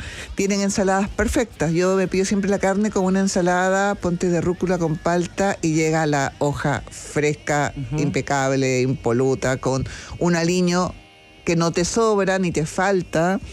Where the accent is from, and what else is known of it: Chile